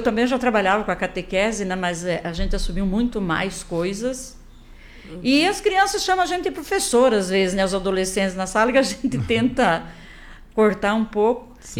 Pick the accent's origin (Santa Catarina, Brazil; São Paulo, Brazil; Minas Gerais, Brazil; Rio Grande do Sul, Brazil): Rio Grande do Sul, Brazil; Nova Prata; born there; also born or lived in Salto do Lontra; a gente morava no interior, e o meu pai e minha mãe vieram do interior para aqui, para Salto do Lonto. Eu nasci no Ouro Fino, que hoje pertence para Nova Prata